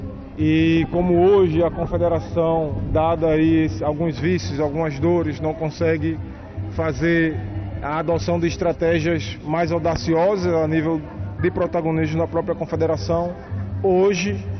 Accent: Rio Grande do Norte, Brazil; o Campeonato Norte-Nordeste que vai ser na minha cidade natal, Rio Grande do Norte.

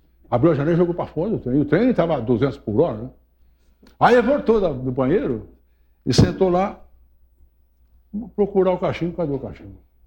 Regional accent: São Joaquim da Barra, São Paulo, Brazil; e o trem chegou em São Joaquim da Barra, que é a minha terra.

